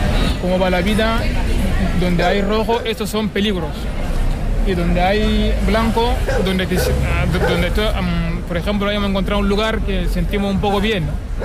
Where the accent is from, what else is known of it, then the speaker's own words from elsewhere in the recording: Chad; Yo soy de Chad, yo nací en Capital, se llama.